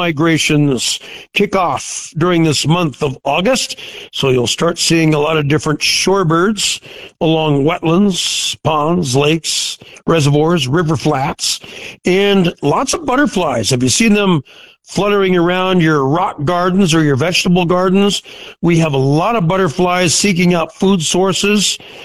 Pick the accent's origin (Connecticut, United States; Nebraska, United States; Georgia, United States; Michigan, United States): Nebraska, United States; Gretna; born there; being the old farm boy that I am from the Gretna area